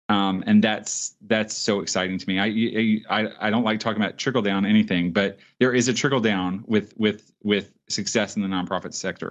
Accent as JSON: {"language": "English", "town": "Memphis", "region": "Tennessee", "country": "United States", "tie": "born or raised there", "said": "I grew up in Memphis."}